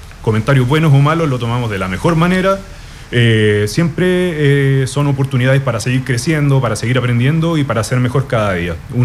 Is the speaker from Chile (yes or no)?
yes; Machalí, O'Higgins, Chile; Somos de Machalí